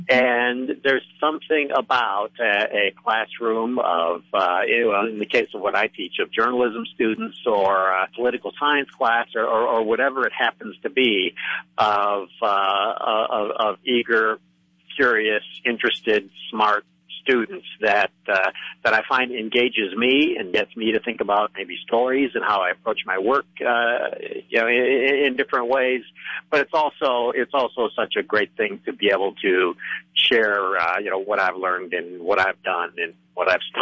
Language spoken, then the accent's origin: English; Monroe, Michigan, United States; My hometown is Monroe, Michigan